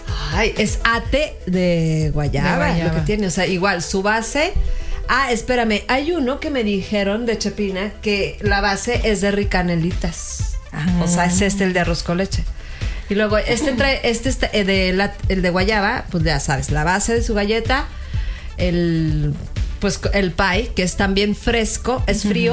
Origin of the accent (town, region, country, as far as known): Mexico